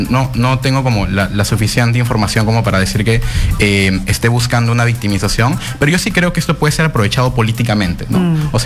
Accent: Piura, Peru; yo soy de Piura

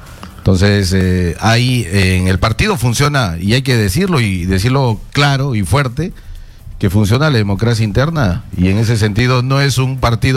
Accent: Cusco, Peru; now in Lima, Peru; yo soy cusqueño, empezando por ahí, así como millones de ciudadanos que vivimos en Lima, de migrante.

